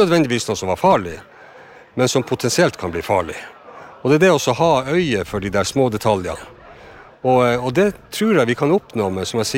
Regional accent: Kjøllefjord, Finnmark, Norway; jag är ju född och uppvuxen i Kjøllefjord i ett fiskevær.

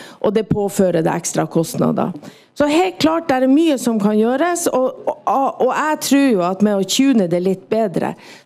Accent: Sørøya, Finnmark, Norway

